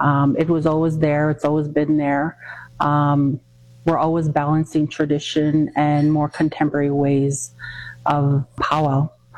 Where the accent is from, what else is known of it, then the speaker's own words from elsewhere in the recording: Nelson House, Manitoba, Canada; I come from Treaty 5. My reserve is Nisitchewasik, Nelson House in northern Manitoba.